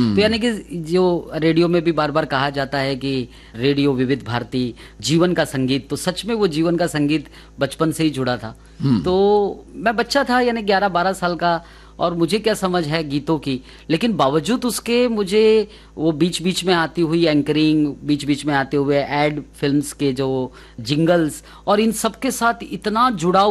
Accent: Ahmedabad, Gujarat, India; वो हमारे अहमदाबाद में ही, अहमदाबाद हाँ। हमारा जो एक मोहल्ला है, जो हमारा गांव है छारा नगर गांव, तो वहाँ पर रहते थे।

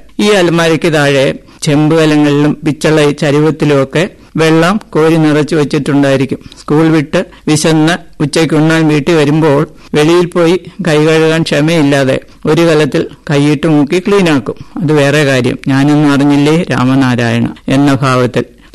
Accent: Pathanamthitta, Kerala, India; ചുട്ടിപ്പാറയെന്ന വലിയ പാറമലയും റോഡും പാലവും ഒക്കെയുള്ള ടൗണിനോട് ചേർന്നുള്ള പത്തനംതിട്ട എന്ന സ്ഥലത്താണ് ഞാൻ ജനിച്ചു വളർന്നത്.

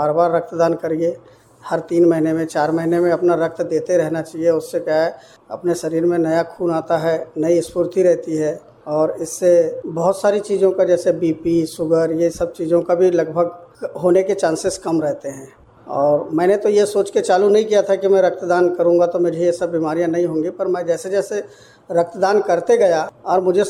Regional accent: Balaghat, Madhya Pradesh, India; मैं बालाघाट का ही रहने वाला हूँ।

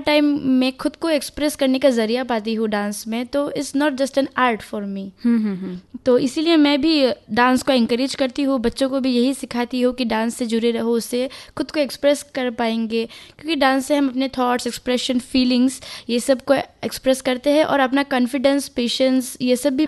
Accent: Haflong, Assam, India; और हमारे हाफलोंग में जब छोटे छोटे कॉम्पिटिशन्स होते तो मैं बचपन से ही उसी में पार्टिसिपेट कर रही हूँ

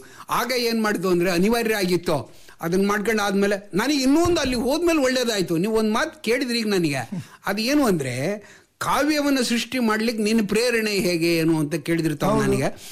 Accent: Shivamogga district, Karnataka, India; ಇಲ್ಲಿ ನಮ್ಮಲ್ಲೆಲ್ಲ ಏನಂದ್ರೆ social belt ಇದು, ಸೋಷಿಯಲ್ ಕಲ್ಚರ್ ಇರ್ತಕ್ಕಂಥ ಬೆಲ್ಟ್ ಇದು ನಮ್ಮ ಶಿವಮೊಗ್ಗ ಜಿಲ್ಲೆ.

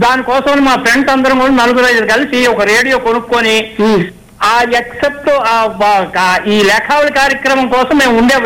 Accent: Vizianagaram district, Andhra Pradesh, India; now in Bengaluru, India; నాది అసలు సొంతం నేటివ్ ప్లేస్ విజయనగరం జిల్లా.

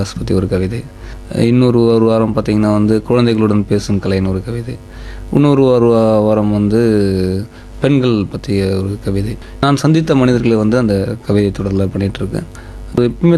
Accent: India; also born or lived in Kanchipuram; now in Chennai, India; நான் கிராமத்தில் பிறந்து வளர்ந்தவன், படித்தது நகரத்தில் காஞ்சிபுரம், இப்போ வாழ்ந்துட்டு இருக்கிறது சென்னை மாநகரம்.

